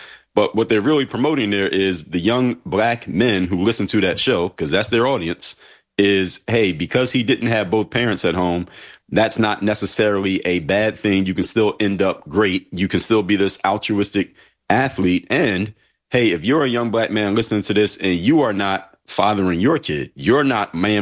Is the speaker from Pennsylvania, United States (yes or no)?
yes; Philadelphia, Pennsylvania, United States; They're from my hometown, Philadelphia.